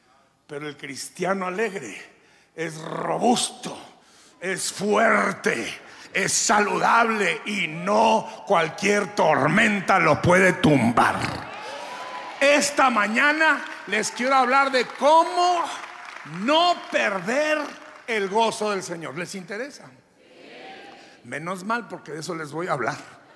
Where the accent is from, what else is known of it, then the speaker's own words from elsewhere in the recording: Durango, Mexico; yo creo que por allá por Durango, de donde soy yo.